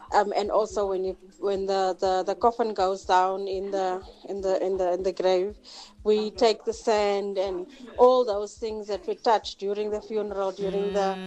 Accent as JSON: {"language": "English", "region": "Eastern Cape", "country": "South Africa", "moved": "yes", "lives_now": "Johannesburg, South Africa", "said": "here from Joburg, but I'm originally from Eastern Cape."}